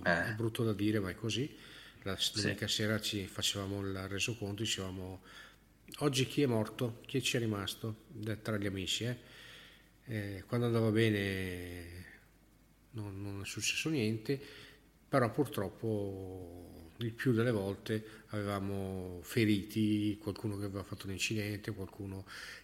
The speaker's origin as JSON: {"language": "Italian", "town": "Bergamo", "region": "Lombardy", "country": "Italy", "said": "io sono di Bergamo"}